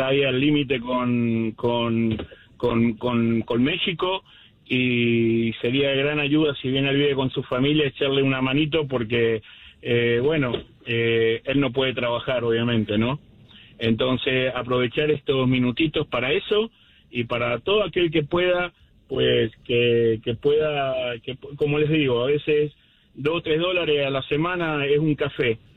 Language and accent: Spanish; Colombia; now in New York, United States; creamos lo que se llamó el Comedor Amor en Colombia y en mi pueblo, donde dábamos de comer a 1.500 niños y ancianos por semana.